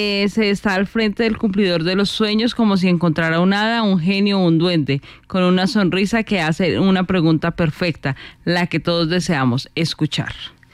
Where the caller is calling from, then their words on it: Ibagué, Tolima, Colombia; Ibagué, fiel oyente … fiel con ustedes, escuchándolos, muy feliz. Abrazos a mi tierra.